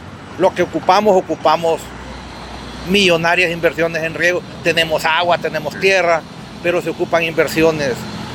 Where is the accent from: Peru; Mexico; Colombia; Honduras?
Honduras